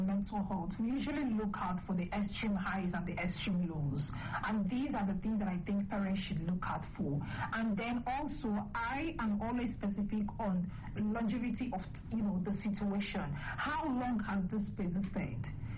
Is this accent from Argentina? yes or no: no; Eastern Nigeria, Nigeria; now in Abuja, Nigeria; where I come from the East